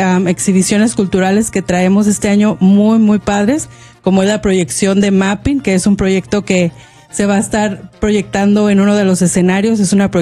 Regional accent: Mexico; como mexicanos sabemos que el boxeo es muy grande también

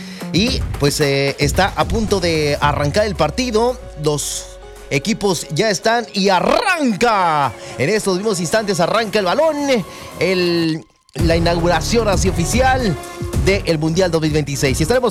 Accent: Mexico

